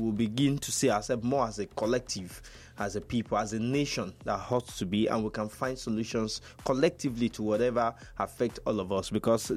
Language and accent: English; Yorubaland, Nigeria; I see myself first as a Yoruba man.